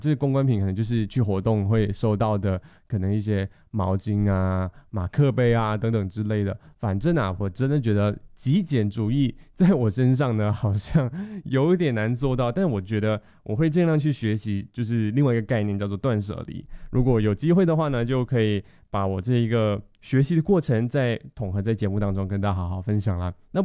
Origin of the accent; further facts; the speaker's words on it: Malaysia; now in Taiwan; 我们马来西亚人